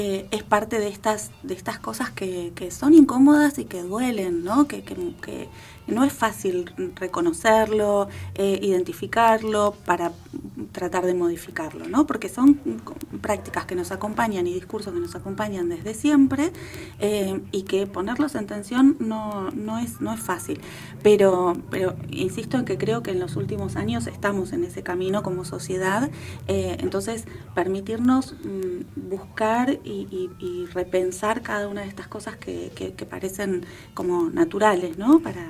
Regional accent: Argentina

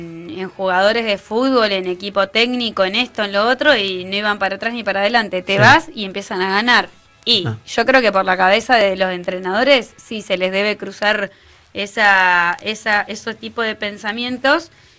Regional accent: Argentina; yo soy argentina, yo soy tan argentina

